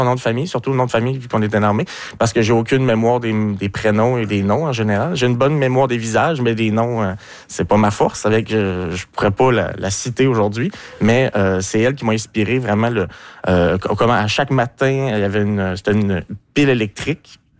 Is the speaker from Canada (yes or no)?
yes; Quebec, Canada; je suis un Québécois qui écrit, je veux que ça soit écrit comme chez moi finalement.